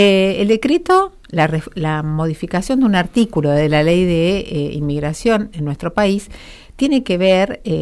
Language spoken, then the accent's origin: Spanish; Misiones, Argentina; Nosotros en Misiones